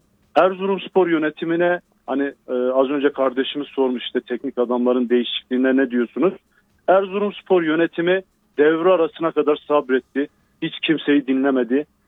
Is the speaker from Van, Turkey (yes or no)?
yes; Van, Turkey; born or raised there